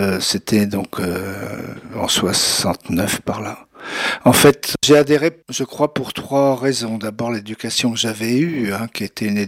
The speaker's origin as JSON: {"language": "French", "region": "Pays de la Loire", "country": "France", "tie": "born or raised there", "moved": "yes", "said": "Je venais d'un milieu rural de Loire-Atlantique, du nord du département."}